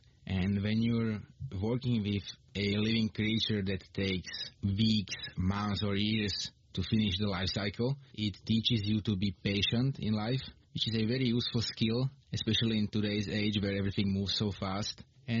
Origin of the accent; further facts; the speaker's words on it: Bielý Kostol, Trnava Region, Slovakia; English is a second language; I'm from Bielý Kostol in Slovakia.